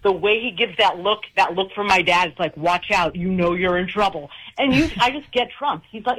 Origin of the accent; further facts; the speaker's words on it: Michigan, United States; born there; now in Florida, United States; No, I was born in Michigan and then established down in Florida, but I'm first generation born here.